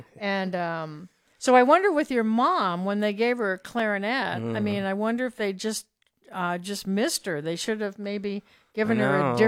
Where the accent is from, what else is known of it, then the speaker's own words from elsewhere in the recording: New York, United States; I grew up in New York